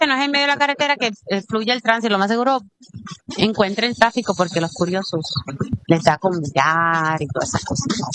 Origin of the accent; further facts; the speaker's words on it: Puerto Rico; aquí ustedes saben que nosotros somos boricuas